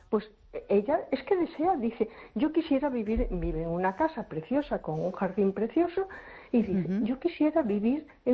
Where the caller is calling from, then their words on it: A Coruña, Galicia, Spain; Hola, buenas noches. … de Coruña.